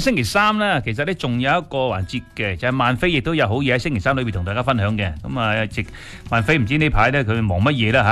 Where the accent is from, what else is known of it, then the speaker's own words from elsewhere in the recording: Guangdong, China; 我哋广东